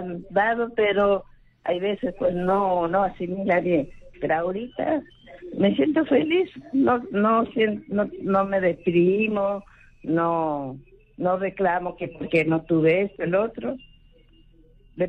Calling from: Lima, Peru; De Breña, padre.

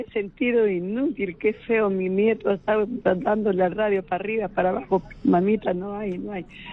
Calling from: Ventanilla, Callao, Peru; Ventanilla, Callao.

